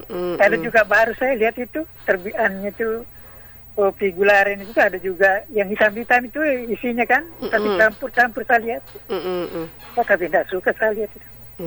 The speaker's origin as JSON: {"language": "Indonesian", "area": "Soppeng", "region": "South Sulawesi", "country": "Indonesia", "tie": "born or raised there", "moved": "yes", "said": "waktu saya tinggal di kampung saya itu di Sopeng"}